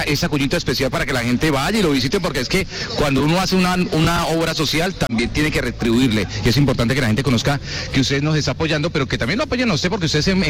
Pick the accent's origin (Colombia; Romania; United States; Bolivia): Colombia; Nosotros como colombianos, me gusta esto, vea, de que somos una familia